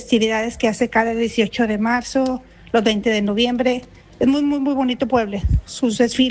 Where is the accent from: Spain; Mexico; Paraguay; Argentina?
Mexico; Valle Hermoso, Tamaulipas; Yo también soy de Valle Hermoso y se quedó corta con lo que dijo. Su pueblo, su gente, es hermoso Valle Hermoso. Yo toda mi vida viví allá y es un pueblo mágico